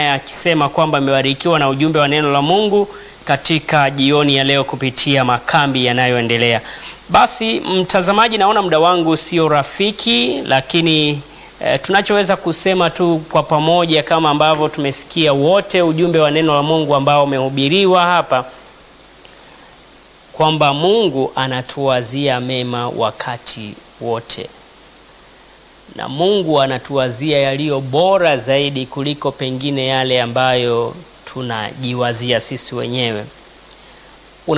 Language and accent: Swahili; Tarime, Mara, Tanzania; natokea Nyamongo Tarime, kanisa la Majengo Mapya.